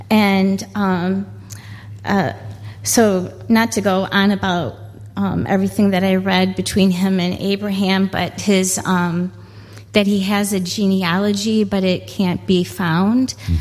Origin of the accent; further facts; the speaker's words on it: Crown Point, Indiana, United States; I'm from Crown Point, Indiana.